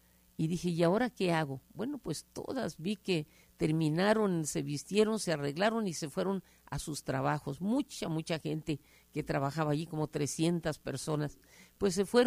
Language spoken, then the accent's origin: Spanish; Mexico City, Mexico; cuando crecí en la Ciudad de México, pues me encontré, después de que mi madre me tuvo en un colegio, ¿verdad? En un colegio, en un internado, allí en la Basílica de Guadalupe